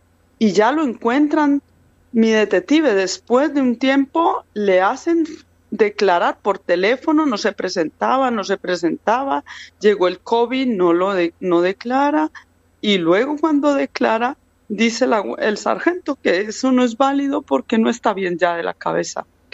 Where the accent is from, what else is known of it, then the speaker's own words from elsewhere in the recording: Colombia; moved away; yo vengo de origen de Colombia